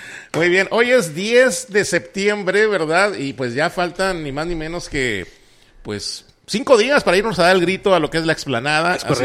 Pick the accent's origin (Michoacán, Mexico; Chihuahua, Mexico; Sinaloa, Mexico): Sinaloa, Mexico; como buenos sinaloenses, habrá alguna banda ahí haciendo de las suyas